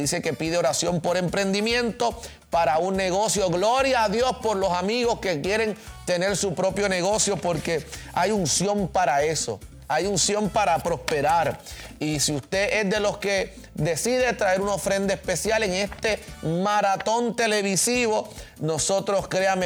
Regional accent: Fajardo, Puerto Rico; yo vengo de Fajardo, Puerto Rico, no conozco todos los pueblos

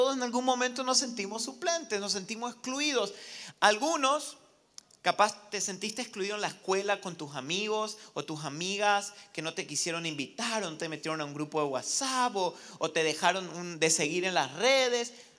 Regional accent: Argentina

